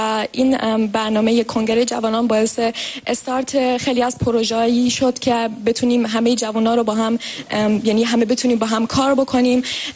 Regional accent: Germany; also born or lived in Iran

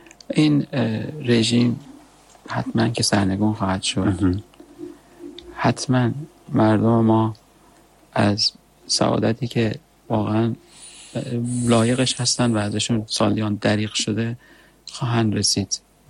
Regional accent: Iran; مردمم، ایرانم، وطنم

